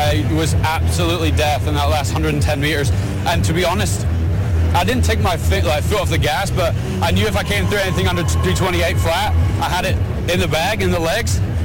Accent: United Kingdom; Like, I think if I'm going to leave my mark on this sport, as a British athlete with the legends I have behind me and following in their footsteps, I have to be able to do those performances.

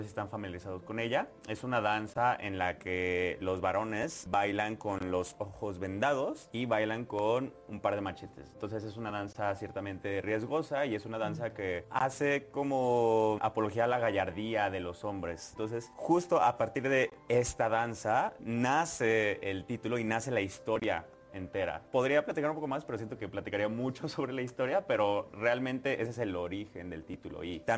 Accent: Aguascalientes, Mexico; Somos todos de Hidrocálidos.

